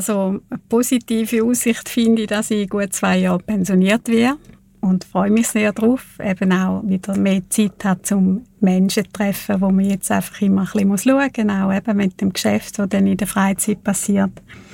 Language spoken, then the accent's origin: German; Thurgau, Switzerland; accent: Thurgau dialect